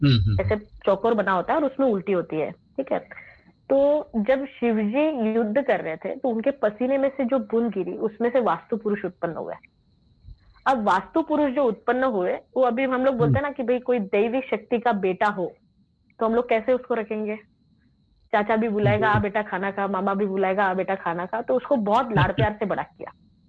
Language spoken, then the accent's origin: Hindi; Nashik, Maharashtra, India; born there; मेरा जन्म नासिक में हुआ है